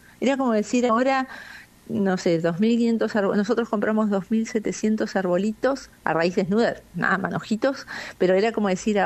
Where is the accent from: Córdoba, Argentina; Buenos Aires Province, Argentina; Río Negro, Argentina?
Río Negro, Argentina; El Bolsón; yo era de acá, Nick, nacida y criada